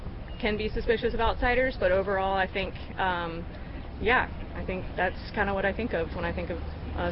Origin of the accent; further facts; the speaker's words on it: San Antonio, Texas, United States; now in North Carolina, United States; So, yep, outside of San Antonio, up in the Hill Country.